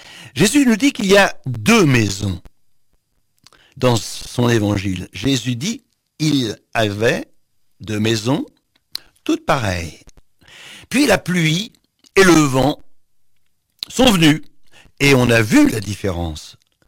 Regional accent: Normandy, France; mon village natal à Biorel, au-dessus de Rouen.

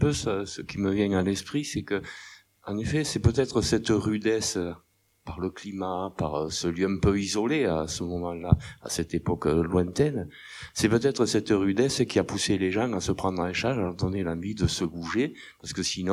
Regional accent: Clermont-l'Hérault, Occitanie, France; born there; mon grand-père habitait Clermont-l'Hérault, mes grands-parents. Et moi, j'étais pas d'Octon, mais bon, j'étais né à Clermont.

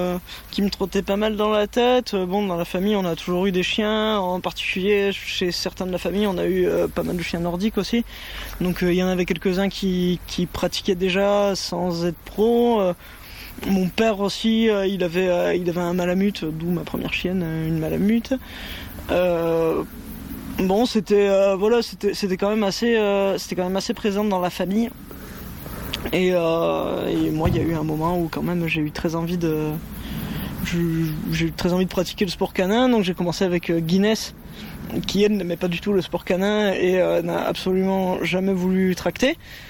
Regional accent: Pyrenees, France; accent: Parisian; Pyrénées, ça représente ma région natale, malgré mon accent parisien, parce que mes parents sont jurassiens. Et j'ai pas du tout pris l'accent d'ici, moi j'ai pris l'accent de mes parents. Donc je suis né dans les Pyrénées, donc j'ai toujours connu les Pyrénées.

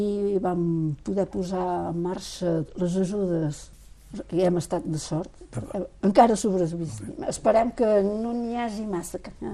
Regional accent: Catalonia, Spain; now in France; jo vinc de Catalunya.

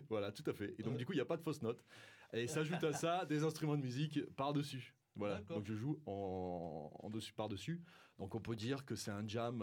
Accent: Occitanie, France; parce que moi je viens des Cévennes.

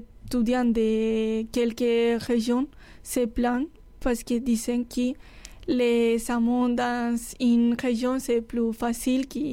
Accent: Castilla-La Mancha, Spain; French is a second language; moved away; moi, je viens de Castilla-La Mancha, qui c'est en région... qui vivent de l'agriculture, parce que c'est un llanure, donc ça permet de l'agriculture

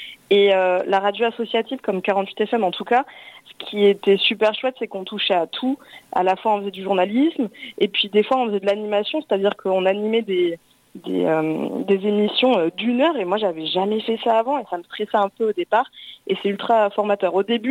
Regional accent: Occitanie, France; moved away as an adult; je venais de l'Hérault, bon, pas loin, hein, à 2 heures d'ici.

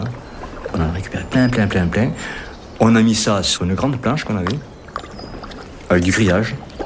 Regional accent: Carmaux, Occitanie, France; Quand j'étais gamin, j'habitais à Gourgathieu, une cité ouvrière à Carmaux, au bord du Cérou.

